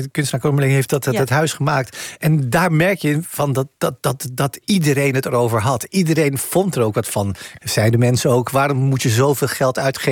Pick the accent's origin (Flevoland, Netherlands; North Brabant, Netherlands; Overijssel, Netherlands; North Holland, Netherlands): North Brabant, Netherlands; Oudenbosch; Ikzelf ben in Oudenbosch opgegroeid, een klein dorpje in Brabant.